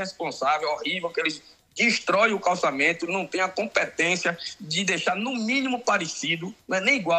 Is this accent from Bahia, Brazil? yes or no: yes; Conceição do Jacuípe, Bahia, Brazil; Nascido e criado em Conceição de Jacuípe, 45 anos de idade, nunca tive vontade de ir para nenhum outro município.